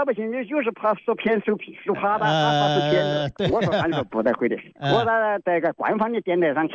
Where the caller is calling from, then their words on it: Jingmen, Hubei, China; 我是金门的。